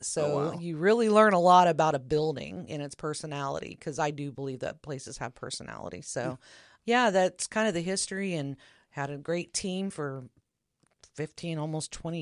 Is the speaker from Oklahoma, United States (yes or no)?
yes; Oklahoma, United States; And there was literally just a few of us. I'm from Oklahoma.